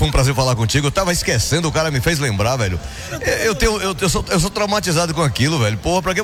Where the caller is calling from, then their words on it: Brazil; eu sou brasileiro